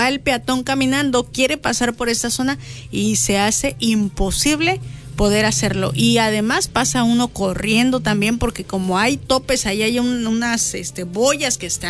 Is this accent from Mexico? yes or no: yes; Mexico; como somos buenos mexicanos